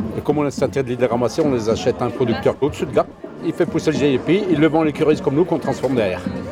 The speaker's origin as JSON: {"language": "French", "town": "Saint-Anthème", "region": "Auvergne-Rhône-Alpes", "country": "France", "said": "je suis de Saint-Anthème dans le Puy-de-Dôme."}